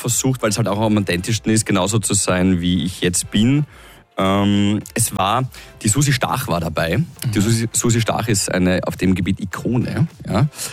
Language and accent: German; Austria